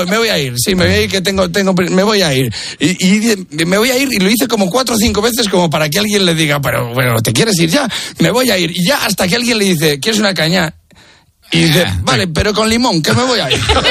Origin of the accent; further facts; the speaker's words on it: Valladolid, Castile and León, Spain; porque yo soy de Valladolid y es que se nos da el mal la primera... A todos los de esa ciudad.